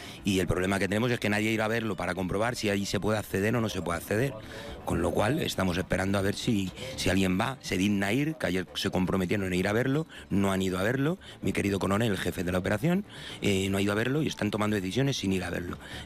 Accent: Navas del Rey, Community of Madrid, Spain; Pues la situación de mi pueblo es de desesperación. El problema que ha tenido el municipio de Navas del Rey es que lo ha achicharrado por completo.

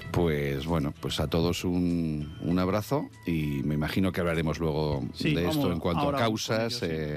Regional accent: Huesca, Aragon, Spain; Yo, que soy de Huesca

